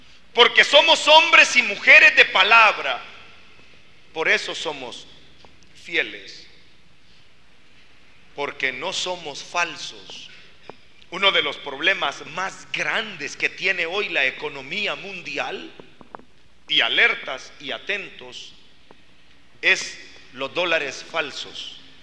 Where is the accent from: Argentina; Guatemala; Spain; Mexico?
Guatemala; Yo vengo de un país de Centroamérica que se llama Guatemala